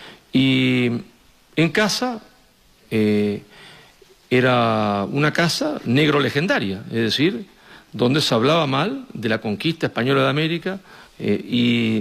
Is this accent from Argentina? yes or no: yes; Argentina; cada vez que uno me presentaba como argentino, al rato venía, bueno, qué mala suerte ustedes, estos españoles que le mataron a todas las personas